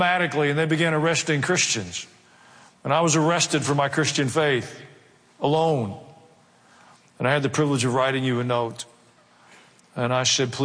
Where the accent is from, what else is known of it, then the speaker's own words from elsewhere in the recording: Tennessee, United States; I grew up in Tennessee.